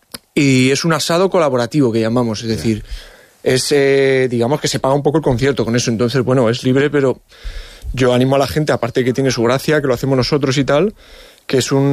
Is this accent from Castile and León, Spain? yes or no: yes; Espejo de Tera, Castile and León, Spain; Está feo que lo diga yo porque es mi pueblo